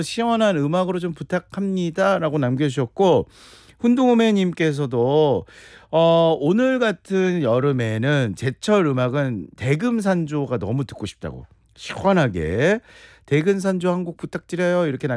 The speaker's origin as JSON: {"language": "Korean", "town": "Damyang", "region": "South Jeolla", "country": "South Korea", "tie": "born or raised there", "said": "참고로 제 고향이 담양이에요."}